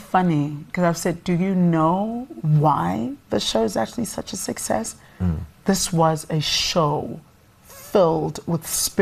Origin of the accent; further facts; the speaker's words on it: South Africa; Inside of South Africa, polygamy is not a new conversation for us.